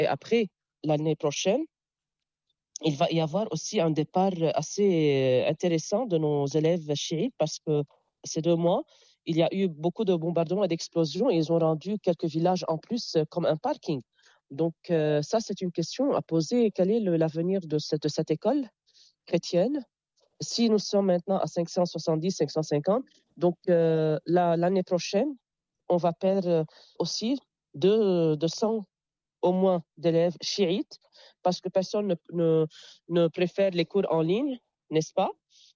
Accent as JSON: {"language": "French", "town": "Jounieh", "region": "Keserwan-Jbeil", "country": "Lebanon", "tie": "born or raised there", "said": "Et puisque je suis de Jounieh, vous voyez, l'élève ou bien l'enfant dépend de son environnement. À Jounieh, il y a la plage, il y a la mer. Donc, je pense que les vagues, quand je méditais, les vagues dès mon enfance"}